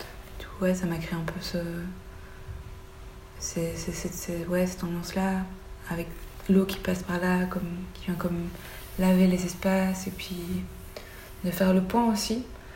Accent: Belgium; comme je suis belge au Thaï, pour des personnes blanches en Belgique, personne ne remettrait en question ma légitimité

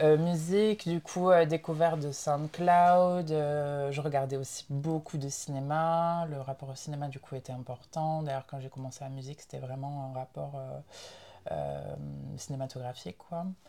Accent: Carcassonne, Occitanie, France; moved away as an adult; also born or lived in Perpignan; je viens de Carcassonne.

